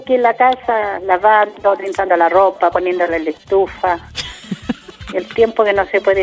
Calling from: Chiguayante, Biobío, Chile; De acá, de Chiguayante

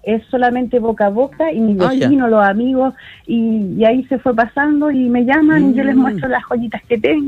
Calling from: Placilla, Chile; De Placilla.

